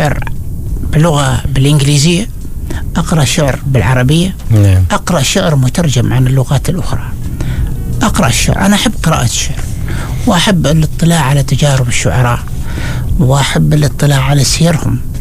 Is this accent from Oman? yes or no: yes; Muscat, Muscat Governorate, Oman; born there; لأنها تتكلم عن جزء من طفولتي، وتتكلم عن مسقط